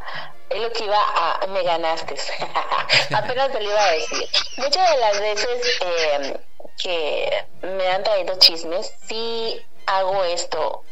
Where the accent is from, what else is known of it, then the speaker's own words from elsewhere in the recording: Mexico; su gente de México es muy cálida, es muy apapachadora, somos buenas personas.